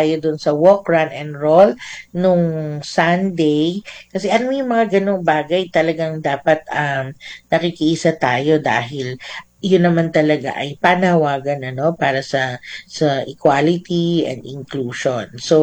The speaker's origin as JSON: {"language": "Tagalog", "town": "Kiangan", "region": "Cordillera Administrative Region", "country": "Philippines", "said": "na bumalik, no, sa probinsya ko where I came from Kiangan, Ifugao."}